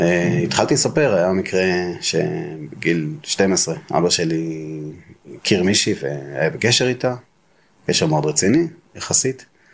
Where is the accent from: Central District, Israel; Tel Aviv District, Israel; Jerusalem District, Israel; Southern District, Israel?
Central District, Israel; Mazkeret Batya; נולדתי במזכרת בתיה למשפחה ספרדית, ממוצעת, מסורתית.